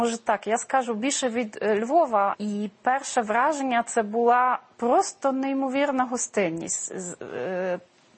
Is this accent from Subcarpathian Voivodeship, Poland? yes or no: no; Warsaw, Masovian Voivodeship, Poland; Ukrainian is a second language; moved away; І навіть на саму Варшаву, мою рідну Варшаву, яка дуже сильно помінялася за тих більше 20 років, коли я там не живу